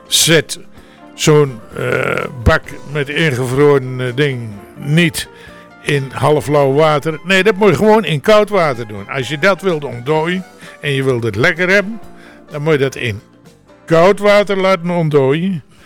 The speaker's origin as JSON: {"language": "Dutch", "country": "Netherlands", "said": "Daar zijn we Nederlanders voor."}